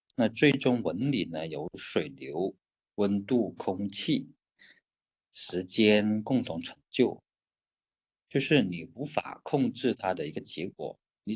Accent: China; 正如我们中国人的审美，它不追求我们这个完美规整

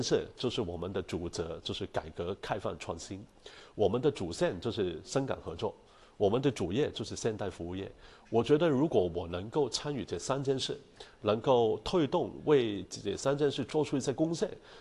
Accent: Hong Kong; now in Shenzhen, China; 我觉得作为一个香港人啊，来到前海了。前海实际上呢，你在前海也感觉自己在香港。

